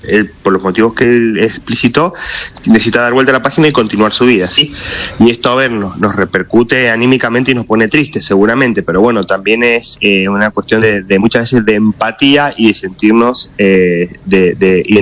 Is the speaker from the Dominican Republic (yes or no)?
no; Argentina; Porque creo que Messi son de las pocas causas que como argentinos nos unen entre todos, ¿sí?